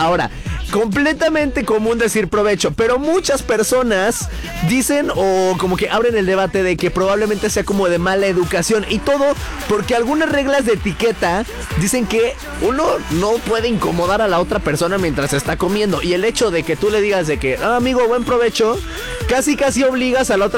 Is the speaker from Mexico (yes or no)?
yes; Mexico; nosotros normalmente como mexicanos